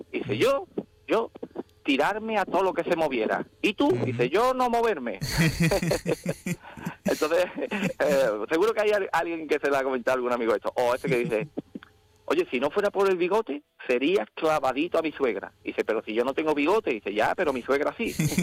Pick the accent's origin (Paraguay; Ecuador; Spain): Spain; Jerez de la Frontera, Andalusia; Mira, yo soy un andaluz de Jerez de la Frontera y me siento muy, muy andaluz y andalucista y demás.